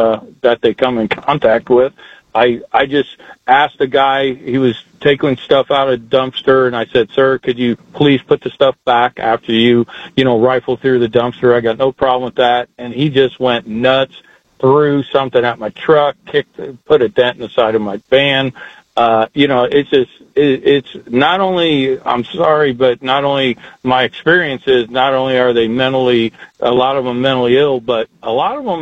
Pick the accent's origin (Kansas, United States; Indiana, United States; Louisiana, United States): Indiana, United States; Indianapolis; growing up in Indianapolis in the 70s